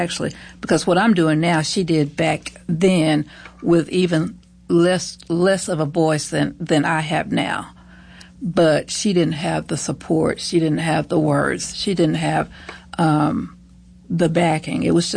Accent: Fayetteville, Arkansas, United States; growing up in Fayetteville, Arkansas, as I did.

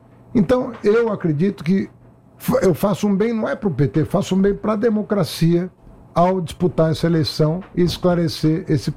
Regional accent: São Paulo, Brazil; born there; Nasci em São Paulo, moro em São Paulo, fui prefeito da capital.

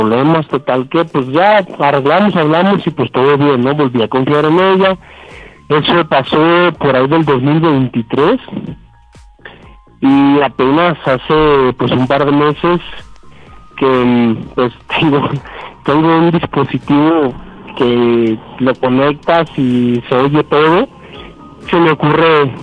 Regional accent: Guerrero, Mexico; now in Guadalajara, Mexico; Tengo 27, estoy en Guadalajara, soy de Guerrero.

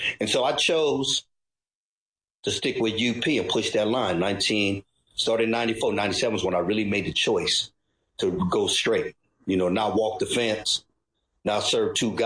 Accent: Philippines; Really, I found him because, you know, me being Filipino, I was raised as a Catholic and I'm not here to knock Catholic.

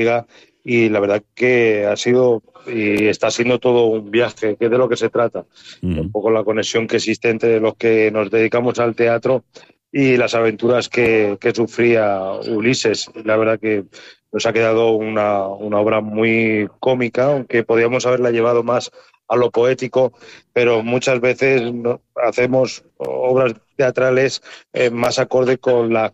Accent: Albacete, Castilla-La Mancha, Spain; yo soy de Albacete, que también empieza por Al

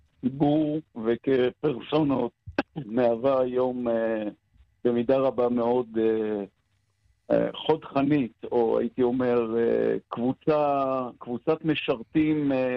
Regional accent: Ein Gev, Northern District, Israel; תראה, רוני, אני גדלתי בקיבוץ אינגר. כל ילדותי, רמת הגולן רבצה כפשוטו מעל קיבוץ אינגר, עם מרגמות, עם תותחים, עם ירי על הדייגים בכנרת.

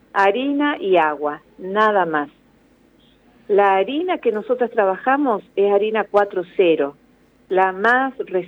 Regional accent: Rosario, Santa Fe, Argentina; Yo soy de Rosario y conocí a las hermanas en Rosario cuando tenía 12 años

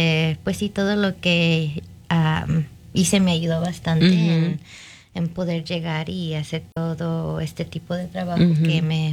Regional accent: Waukegan, Illinois, United States; moved away as an adult; viviendo en Waukegan, que es lo que digo mi hogar, ¿no? Porque es cuando el lugar donde crecí

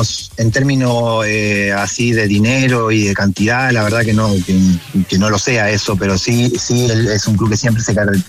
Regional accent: Argentina; Discúlpeme, pero soy argentino, discúlpeme.

